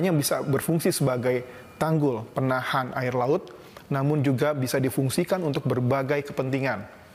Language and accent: Indonesian; Jakarta, Indonesia; born there; Saya tinggal di Jakarta, saya lahir di Jakarta